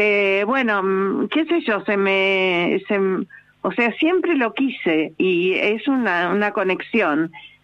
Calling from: Acassuso, Buenos Aires Province, Argentina; de Acasuso.

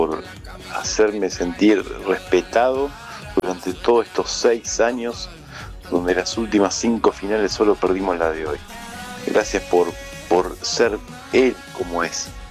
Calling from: Saavedra, Buenos Aires, Argentina; de Saavedra.

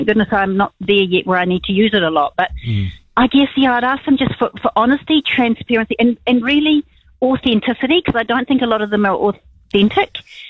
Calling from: New Zealand; what questions would they ask me as a New Zealander?

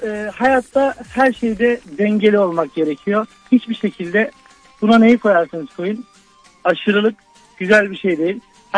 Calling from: Istanbul, Turkey; Beykoz, İstanbul Beykoz.

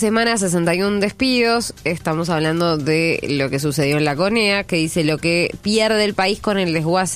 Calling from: San Fernando, Buenos Aires Province, Argentina; de San Fernando.

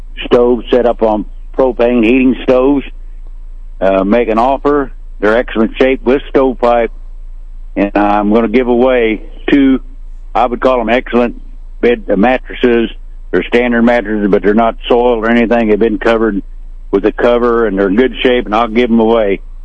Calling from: Brunswick, Missouri, United States; Brunswick area.

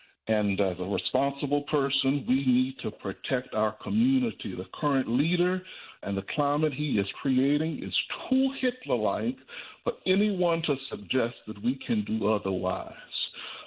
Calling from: Georgia, United States; I'm calling from Georgia

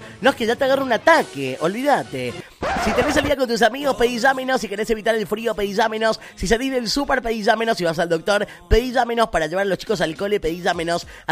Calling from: Maipú, Mendoza, Argentina; Hola, Chori … de Maipú, te escucho desde la panadería.

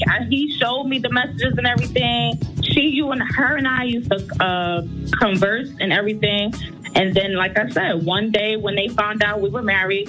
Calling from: New York City, New York, United States

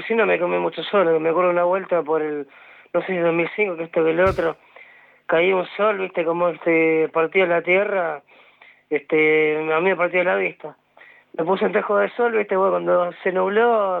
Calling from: San Justo, Buenos Aires Province, Argentina; De San Justo.

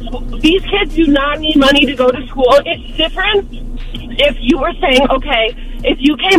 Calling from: New Jersey, United States; I'm calling from New Jersey.

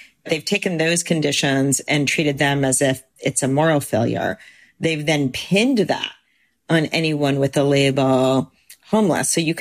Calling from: California, United States; I'm calling in from the Bay Area.

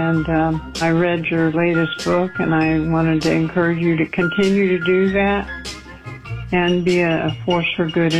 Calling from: Indiana, United States; I'm calling from Indiana.

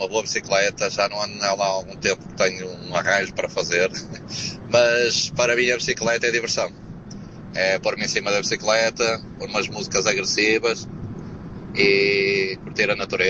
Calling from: Braga, Norte, Portugal; de Braga. Neste momento estou em Bragança.

